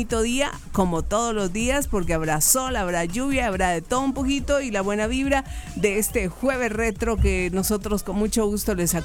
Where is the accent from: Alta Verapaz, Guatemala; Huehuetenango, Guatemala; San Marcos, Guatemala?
Alta Verapaz, Guatemala; Cobán; moved away; Mi pueblito natal